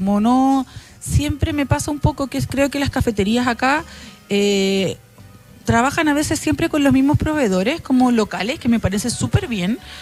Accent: Santiago, Santiago Metropolitan Region, Chile; now in Rancagua, Chile; yo que soy de Santiago.

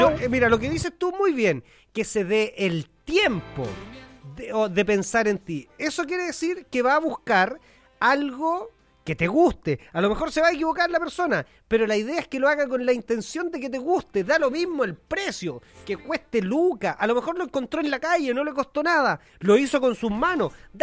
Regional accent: Santiago, Santiago Metropolitan Region, Chile; Hola, yo soy de Santiago.

